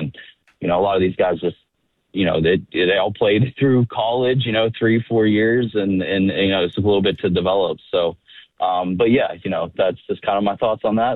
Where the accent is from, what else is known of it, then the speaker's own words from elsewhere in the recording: Pennsylvania, United States; I'm from Western PA. They call it the cradle of quarterbacks in the United States.